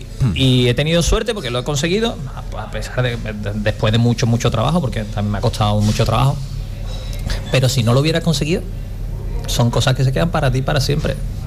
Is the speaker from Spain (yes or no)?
yes; Cádiz, Andalusia, Spain; le dije que soy de Cádiz.